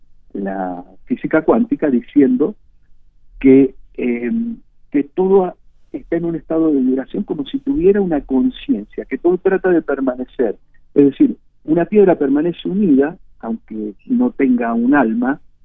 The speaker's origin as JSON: {"language": "Spanish", "town": "Dolores", "region": "Buenos Aires Province", "country": "Argentina", "tie": "born or raised there", "said": "Y yo pensaba, pero claro, si yo me crié en Dolores."}